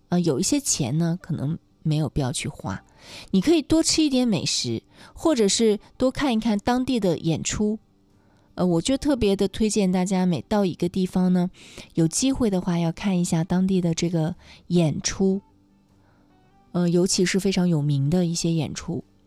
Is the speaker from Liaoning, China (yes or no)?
yes; Dalian, Liaoning, China; 而且其实作为大连人来说